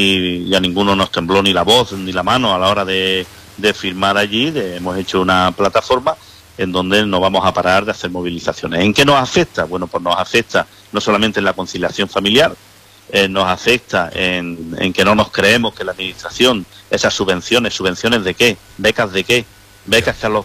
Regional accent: Torres de Albánchez, Andalusia, Spain; Mi pueblo es Torres de Arbanchés

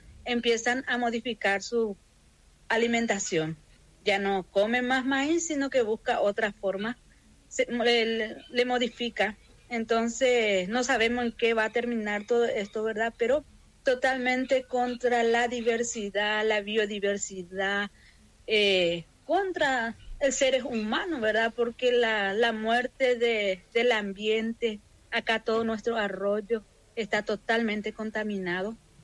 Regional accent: Paraguay; porque Paraguay habla mucho en guaraní, o sea que el 90% de la población hablamos en guaraní.

